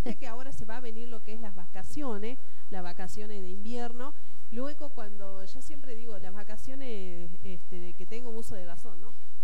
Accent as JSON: {"language": "Spanish", "town": "La Esperanza", "region": "Jujuy", "country": "Argentina", "said": "yo soy de La Esperanza, sí."}